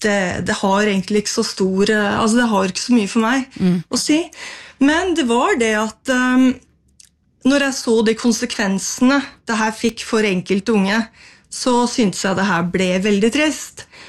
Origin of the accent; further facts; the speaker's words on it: Geilo, Buskerud, Norway; med de bunadene som kommer fra hjemstedet mitt.